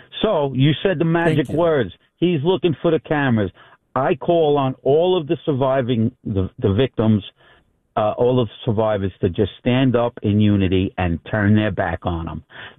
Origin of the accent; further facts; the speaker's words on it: Queens, New York, United States; I grew up in Queens. A lot of friends that got killed.